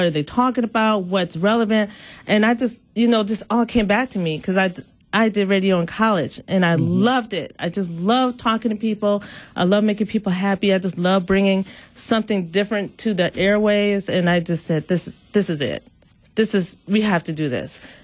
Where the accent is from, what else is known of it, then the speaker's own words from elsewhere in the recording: Milwaukee, Wisconsin, United States; You know, I grew up in Milwaukee. It's not the same as it was for, I mean, that's 20-some years ago.